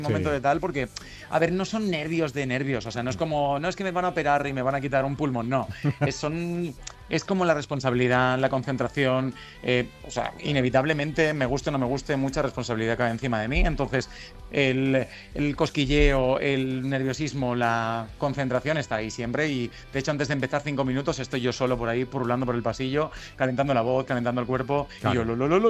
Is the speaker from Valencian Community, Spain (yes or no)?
yes; Valencia, Valencian Community, Spain; yo soy de Valencia, pero me he movido casi más por Alicante a veces que en Valencia.